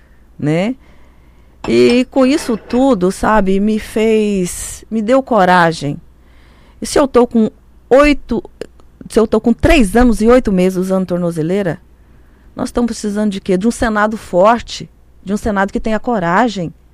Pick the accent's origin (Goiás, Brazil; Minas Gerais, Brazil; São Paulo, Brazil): Goiás, Brazil; Eu sou do interior de Goiás, eu nasci no interior de Goiás, sou filho de pequenos produtores.